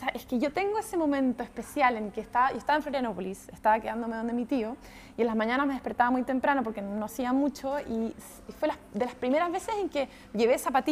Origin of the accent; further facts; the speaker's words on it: Santiago, Santiago Metropolitan Region, Chile; now in Berlin, Germany; Santiago de Chile, que es donde más voy, de donde vengo, cuando voy a ver a mi familia.